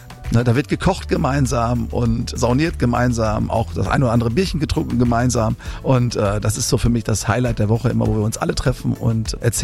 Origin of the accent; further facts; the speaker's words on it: Lemgo, North Rhine-Westphalia, Germany; born there; komme hier aus Lemgo, gebürtiger Lemgo auch für immer und ewig wahrscheinlich.